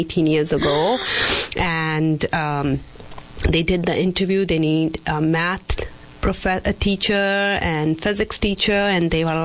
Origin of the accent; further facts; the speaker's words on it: Dalhousie, Himachal Pradesh, India; English is a second language; It's up in the foothill of Himalayas. Dalhousie. It's north part of the India up. Mountains, and it's a very beautiful town, and they call it the mini Switzerland.